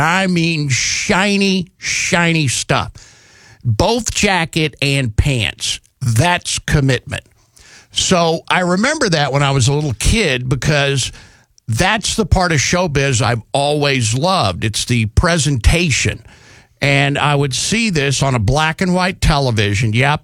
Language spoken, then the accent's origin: English; Texas, United States; Growing up in Texas